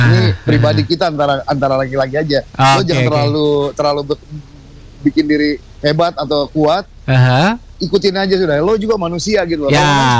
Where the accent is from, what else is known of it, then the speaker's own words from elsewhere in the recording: Papua, Indonesia; memang ya kita dari Papua tuh memang sudah punya seni itu sudah melekat di pribadi masing-masing, seni dan olahraga ya.